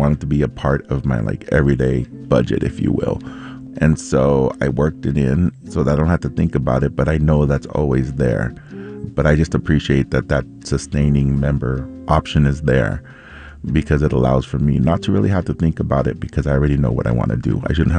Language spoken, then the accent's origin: English; Hayward, California, United States; I'm from Hayward, California